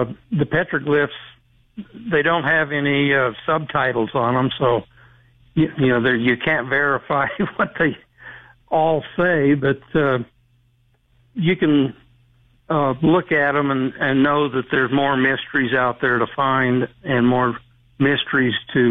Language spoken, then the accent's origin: English; Snowflake, Arizona, United States; I grew up in Snowflake, and petroglyphs were part of my life.